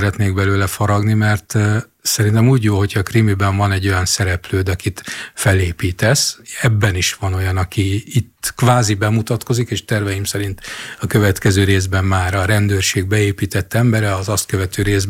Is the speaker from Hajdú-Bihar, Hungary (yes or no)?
no; Jászberény, Jász-Nagykun-Szolnok, Hungary; moved away; hát én Jászberényi gyerek vagyok